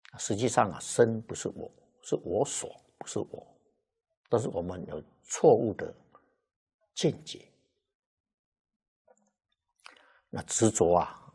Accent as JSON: {"language": "Chinese", "country": "China", "said": "我们中国人"}